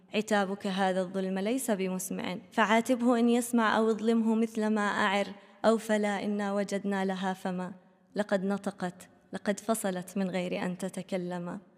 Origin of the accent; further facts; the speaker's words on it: Jordan; also born or lived in Ramallah, Palestine (ancestry); now in Doha, Qatar; نعم، أنا من الأردن.